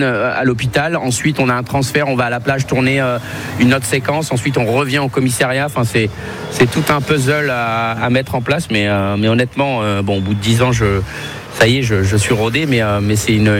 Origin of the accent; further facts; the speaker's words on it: Amiens, Hauts-de-France, France; Je suis originaire de Picardie à Amiens. J'ai 10 frères et sœurs. Je suis d'origine marocaine